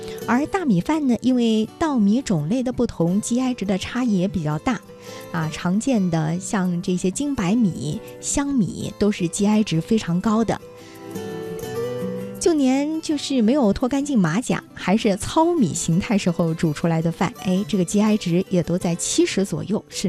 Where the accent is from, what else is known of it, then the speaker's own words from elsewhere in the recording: Yunnan, China; 咱们云南人特别喜欢吃的米线啊，